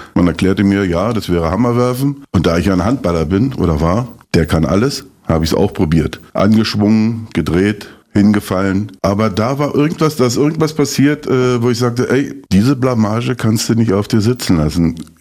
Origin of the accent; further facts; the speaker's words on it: Eisenhüttenstadt, Brandenburg, Germany; Eisenhüttenstadt, Breslak gut, wo ich aufgewachsen bin als Stift, war schon eine sehr spezielle Geschichte.